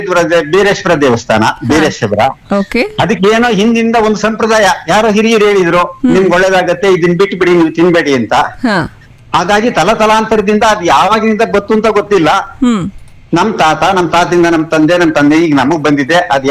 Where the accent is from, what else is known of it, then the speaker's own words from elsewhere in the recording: Mandya district, Karnataka, India; ನಮ್ಮೂರ ಹೆಸರು ಮಂಡ್ಯ ಜಿಲ್ಲೆ ಮದ್ದೂರು ತಾಲೂಕು ತಾಳೆಮೆಲೆ ದೊಡ್ಡಿ ಎಂಬ ಗ್ರಾಮ.